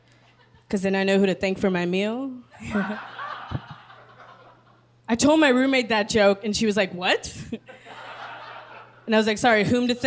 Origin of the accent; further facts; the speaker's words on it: United States; There's a lot of violence going on right now in the country that I'm from. I am from America. From here.